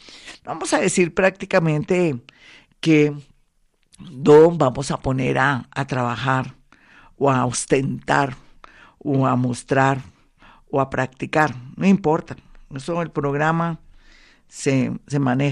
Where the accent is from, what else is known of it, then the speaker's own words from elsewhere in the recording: Colombia; todo lo que somos los colombianos, músicos, no terminaría, como los hay en todas partes, pero es que Colombia es Colombia.